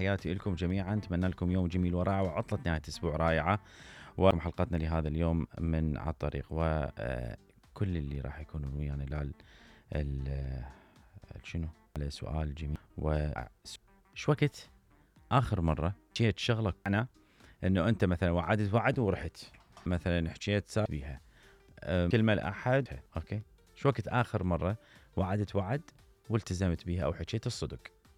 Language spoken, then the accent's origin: Arabic; Iraq